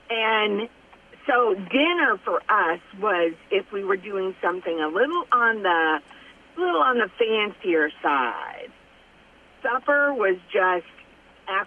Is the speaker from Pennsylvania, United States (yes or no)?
no; Texas, United States; I was raised in Texas